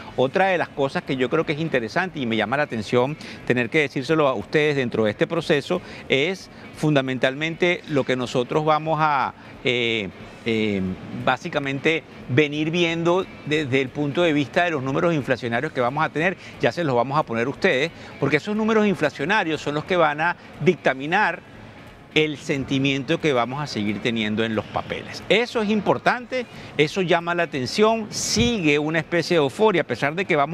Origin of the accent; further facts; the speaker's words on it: Venezuela; yo soy el venezolano de negocios televisión